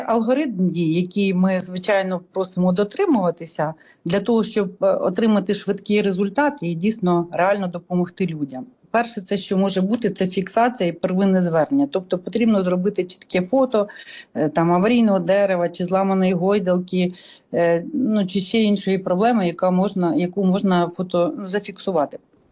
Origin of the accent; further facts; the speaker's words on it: Kyiv, Ukraine; як пересічні кияни.